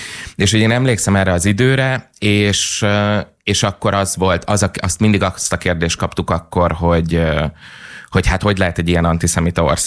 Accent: Hungary; magyarként

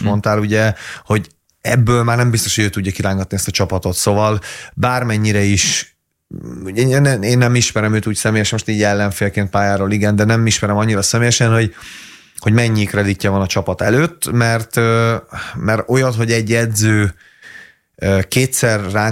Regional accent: Hungary

